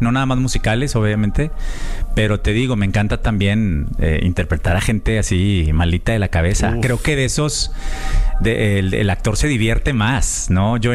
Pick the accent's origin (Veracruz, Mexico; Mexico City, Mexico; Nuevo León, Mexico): Nuevo León, Mexico; Monterrey; No, digo, amo mi tierra, pero no, pues digo...